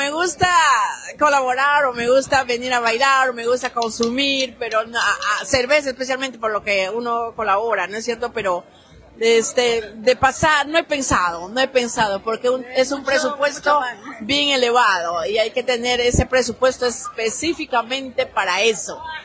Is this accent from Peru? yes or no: yes; Lamas, San Martín, Peru; now in Tampa, United States; Sí, soy de Lamas, pero a la vez visitante.